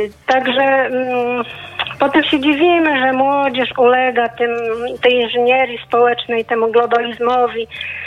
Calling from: Warsaw, Masovian Voivodeship, Poland; z Warszawy.

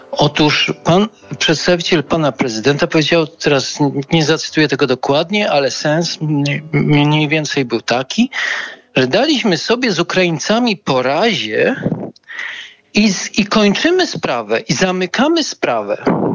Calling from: Lesser Poland, Poland; dzwonię z Małopolski

